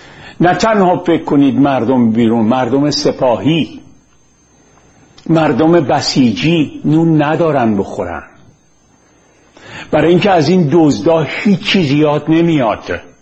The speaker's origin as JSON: {"language": "Persian", "country": "Iran", "said": "گفتم من یه ایرانیم"}